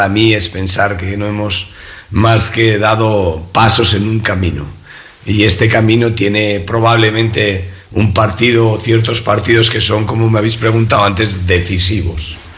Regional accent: Castile, Spain; Siendo muy castellano

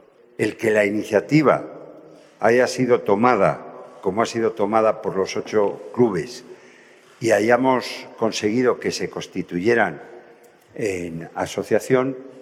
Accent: Spain

